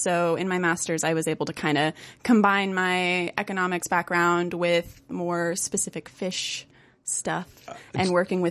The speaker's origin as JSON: {"language": "English", "region": "Florida", "country": "United States", "also_born_or_lived": "Corvallis, Oregon", "moved": "as an adult", "lives_now": "Humboldt County, United States", "said": "I'm originally from Florida."}